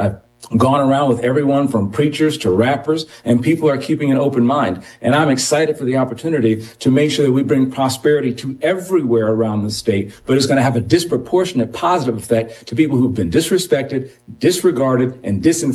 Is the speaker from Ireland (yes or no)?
no; Detroit, Michigan, United States; I was raised in Detroit, and the same houses that I passed by as a little boy that were burned during Devil's Night, I passed by an adult as an adult